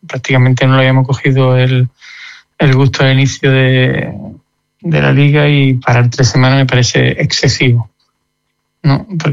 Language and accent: Spanish; San Fernando, Andalusia, Spain; me dediqué un tiempo a reflotar al club de mi pueblo, San Fernando, y estaba a gusto ahí